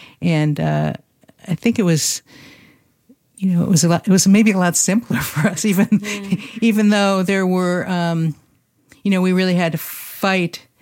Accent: Ohio, United States; now in Eugene, United States; I am 72 years old, which is also amazing. Was originally from Ohio and came here in 1977 to Eugene.

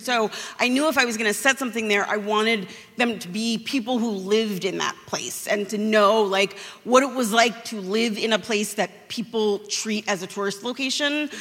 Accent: California, United States; but also I grew up in California, so I'm always confused when people ask me questions

